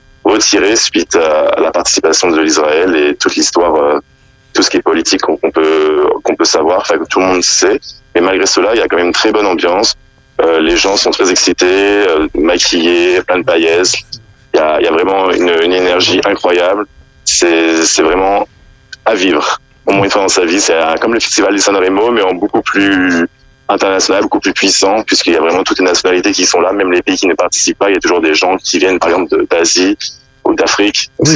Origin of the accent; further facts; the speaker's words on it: France; je suis français, ouais, d'origine italienne